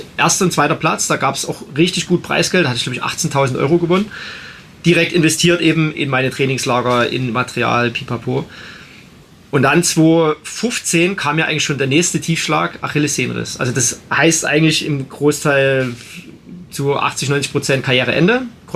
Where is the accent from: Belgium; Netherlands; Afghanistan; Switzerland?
Belgium; ich bin als Belgier auf Nummer 1 ins Ziel gekommen